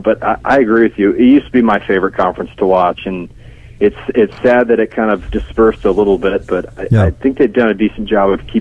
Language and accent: English; Dallas, Texas, United States; I grew up in Dallas.